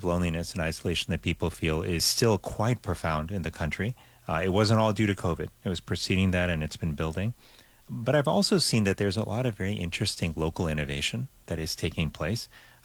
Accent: Miami, Florida, United States; born or raised there

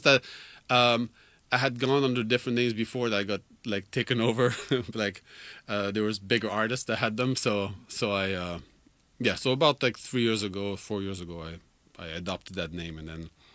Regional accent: France; And then I grew up in France. So in France, he was like absolutely like the war.

